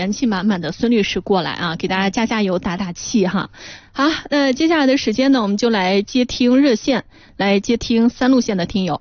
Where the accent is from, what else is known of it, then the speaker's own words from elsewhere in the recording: Pinglu, Shanxi, China; 我是平陆的。